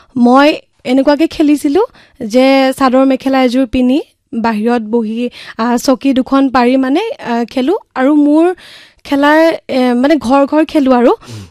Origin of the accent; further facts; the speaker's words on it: Kaki, Assam, India; যিহেতু মোৰ ঘৰ কাকীত হয়, কাকীতে যিসমূহ অভিনয়ৰ কৰ্মশালা হয় সেই কৰ্মশালাত মই যোগদান কৰিলোঁ।